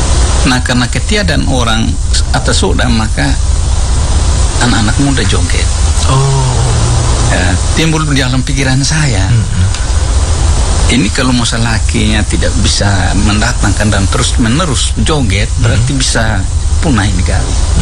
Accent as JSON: {"language": "Indonesian", "town": "Sukulise", "region": "East Nusa Tenggara", "country": "Indonesia", "tie": "born or raised there", "said": "saya berlibur ke kampung dan mengikuti acara Ngua Mbama di Sukulise, di kampung saya."}